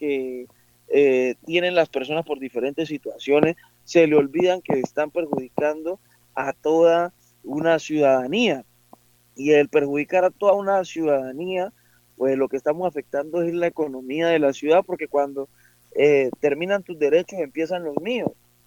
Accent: Buenaventura, Valle del Cauca, Colombia; todos somos hijos de Buenaventura

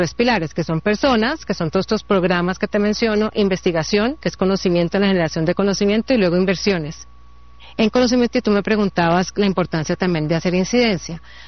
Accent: Cali, Valle del Cauca, Colombia; moved away as an adult; also born or lived in Madrid, Spain; Yo nací en Cali, soy caleña, y mi padre alemán.

